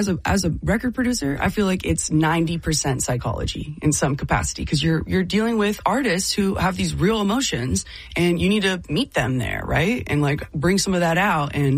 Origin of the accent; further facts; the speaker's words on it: Worthington, Ohio, United States; Yeah, I grew up in Worthington. I went to the same high school my dad did, which is an awesome blessing, Thomas Worthington.